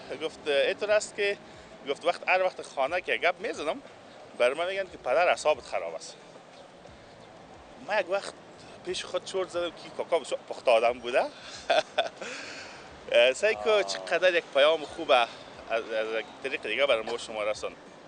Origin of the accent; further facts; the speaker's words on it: Baghlan, Afghanistan; اگر چه دور نیزدیم ولایت هست ما از بغلان هستیم، میبینم گریانم میگیره